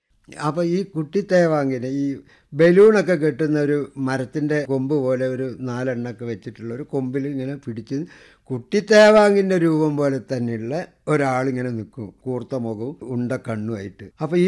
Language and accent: Malayalam; Kozhikode, Kerala, India; ആ കൊടിമരം സാക്ഷിയായിട്ടാണ് ഞങ്ങൾ കോഴിക്കോട്ടുകാർ ഈ സാധനങ്ങളൊക്കെ കാട്ടിക്കൂട്ടുന്നത്.